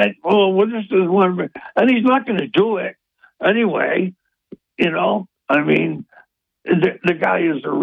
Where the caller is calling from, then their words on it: Binghamton, New York, United States; Oh, hello … Binghamton.